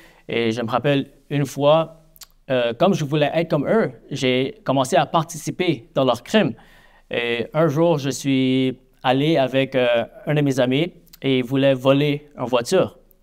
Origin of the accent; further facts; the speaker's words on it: Montreal, Quebec, Canada; born there; Je suis un prédicateur de l'Évangile et voici mon témoignage. Alors moi, je suis né ici à Montréal. Mes parents sont coréens.